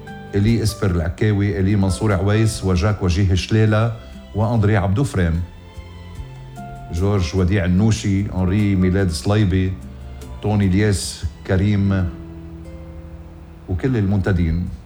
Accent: Ghazir, Keserwan-Jbeil, Lebanon; ضيعتي الحلوة غزير

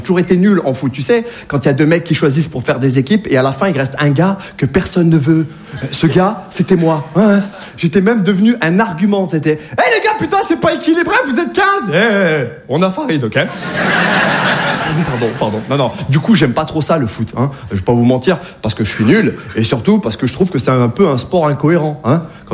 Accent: Saint-Étienne, Auvergne-Rhône-Alpes, France; quand j'ai grandi à Saint-Étienne, je parais pas, mais je suis né en 1980, ok?

